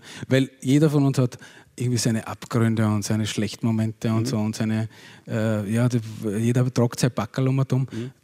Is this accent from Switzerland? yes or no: no; Upper Austria, Austria; also bei uns im Innviertel gibt es die Liedertafel.